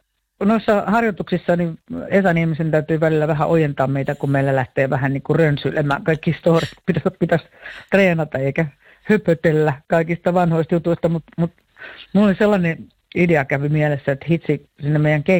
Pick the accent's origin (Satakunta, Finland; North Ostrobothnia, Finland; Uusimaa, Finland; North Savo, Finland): Uusimaa, Finland; Vantaa; Ollaan vantaalaisia ja samanikäisiä